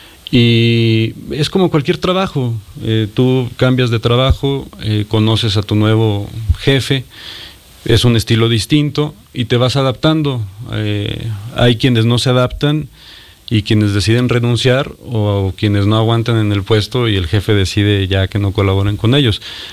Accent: Zacatecas, Mexico; después de 18 años de estar fuera de Zacatecas, de regresar a mi tierra, de regresar a donde están mis papás, a donde están mis hermanos.

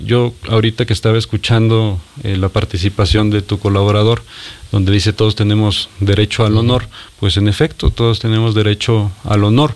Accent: Zacatecas, Mexico; después de 18 años de estar fuera de Zacatecas, de regresar a mi tierra, de regresar a donde están mis papás, a donde están mis hermanos.

